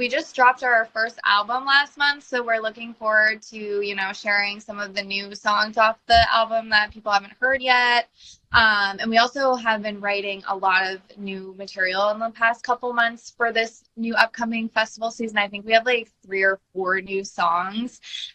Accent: Massachusetts, United States; because I'm from Massachusetts and my band is from New Hampshire.

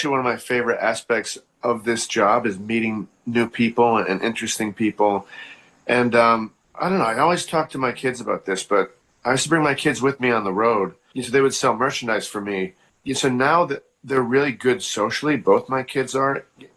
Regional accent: Boston, Massachusetts, United States; Boston, my hometown, where I live now.

